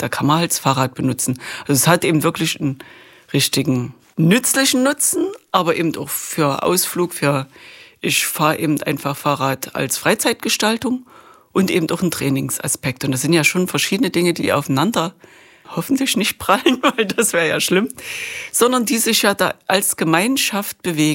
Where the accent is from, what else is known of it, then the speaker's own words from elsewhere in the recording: Chemnitz, Saxony, Germany; Ich bin Chemnitzer Künstlerin und auch die Vorsitzende vom Chemnitzer Künstlerbund.